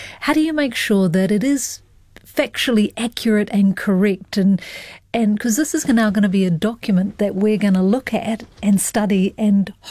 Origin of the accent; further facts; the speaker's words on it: Gisborne, New Zealand; Interestingly, I'm born and raised in Gisborne. I went to school probably 3-4 km from where this happened